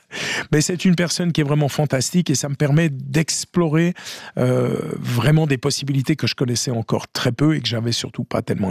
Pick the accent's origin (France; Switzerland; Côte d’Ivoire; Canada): Switzerland; Geneva; born there; ce qui n'est pas mon cas, même si je suis né aux Rangettes.